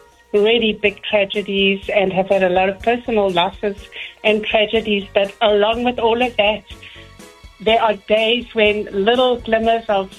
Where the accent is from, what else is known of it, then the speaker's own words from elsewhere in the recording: Johannesburg, Gauteng, South Africa; moved away as an adult; I was born and raised in Johannesburg.